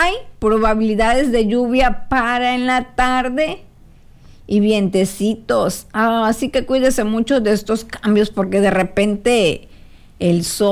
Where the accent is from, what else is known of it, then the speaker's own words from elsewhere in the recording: Tabasco, Mexico; que se sienta que somos mexicanos, que somos tabasqueños.